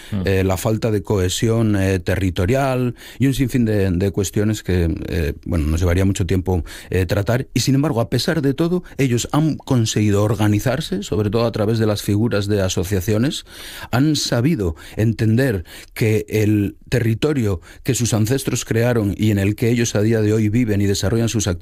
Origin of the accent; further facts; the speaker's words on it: Asturias, Spain; yo soy asturiano, quería barrer un poquito para casa